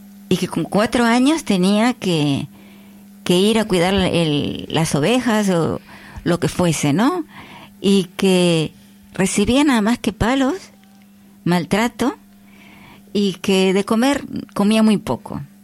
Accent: Uruguay; moved away as an adult; now in Spain; yo vengo de un país tercermundista, de América Latina, soy de Uruguay, ¿no?, donde el divorcio siempre ha existido

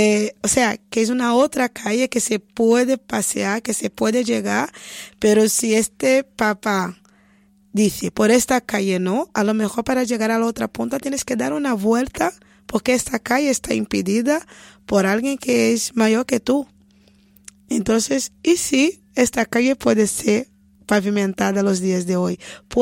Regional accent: Brazil; Spanish is a second language; now in Europe; me veo como afro-pindorámica, ¿no? Sería la idea afro-brasileña. Mi experiencia no es de una brasileña en Europa, es de una afro-brasileña

